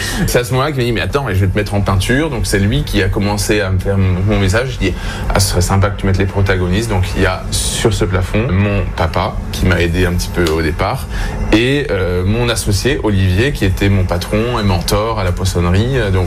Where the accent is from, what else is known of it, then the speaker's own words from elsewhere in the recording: Provence-Alpes-Côte d'Azur, France; moi je suis originaire de Provence, on est au pied du Mont Ventoux